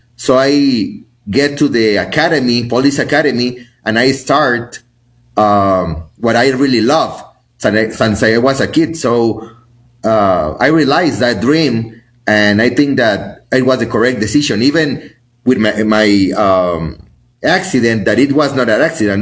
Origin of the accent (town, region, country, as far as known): Mexico